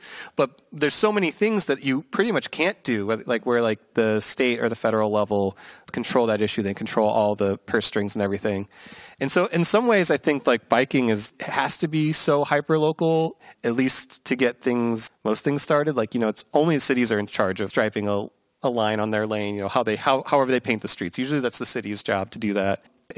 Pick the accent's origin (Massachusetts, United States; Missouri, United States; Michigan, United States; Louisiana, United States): Missouri, United States; St. Louis; now in Seattle, United States; I'm originally from Missouri, from St. Louis, Missouri.